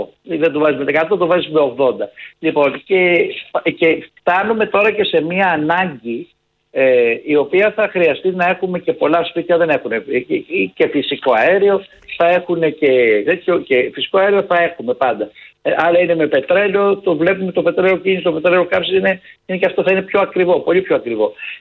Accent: Greece; Εμείς ως Έλληνες είμαστε λίγο τυχεροί.

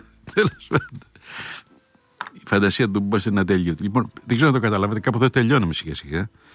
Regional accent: Western Greece, Greece; δίπλα από το χωριό μου υπάρχει Σταμνά, ένα άλλο χωριό.

